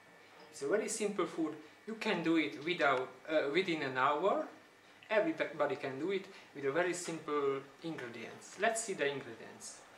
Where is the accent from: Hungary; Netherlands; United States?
Hungary; Nyíregyháza, Szabolcs-Szatmár-Bereg; English is a second language; me everybody … from Hungary, Nyíregyháza.